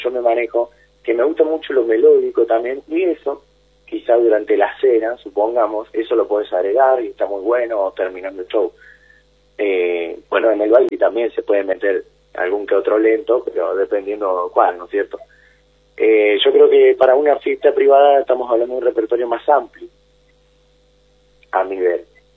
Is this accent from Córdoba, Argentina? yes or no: yes; Córdoba, Argentina; dirás que es porque soy del sur de Córdoba